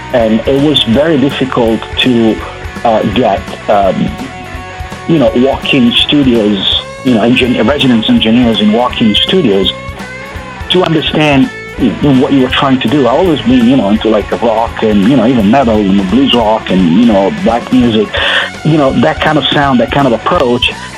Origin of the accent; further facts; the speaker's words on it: Milan, Lombardy, Italy; And then again, probably I'm from Milan, so, Versace, Moschino, and all those big designers.